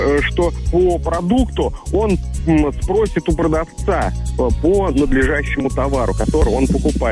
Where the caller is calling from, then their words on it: Volgograd, Volgograd Oblast, Russia; из Дзержинского района